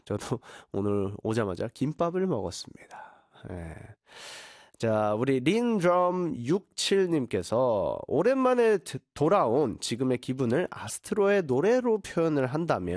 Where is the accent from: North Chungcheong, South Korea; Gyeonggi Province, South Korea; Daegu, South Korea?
Gyeonggi Province, South Korea; Ilsan; 야, EBS, 일산 EBS에 이렇게 와가지고, 어릴 적 살던 동네 와가지고